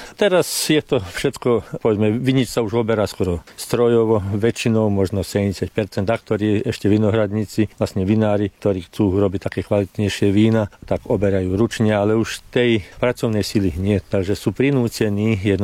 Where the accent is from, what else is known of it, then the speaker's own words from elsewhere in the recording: Croatia; povedzme u nás v Chorvátsku